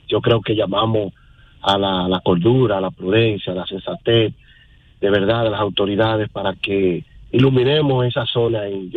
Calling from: Barahona, Dominican Republic; nosotros mismos que somos de Barahona … nosotros mismos que somos de aquí de Barahona

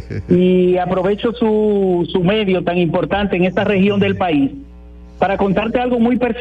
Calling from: Villa Jaragua, Bahoruco, Dominican Republic; nosotros somos también ahí de Villa Jaragua.

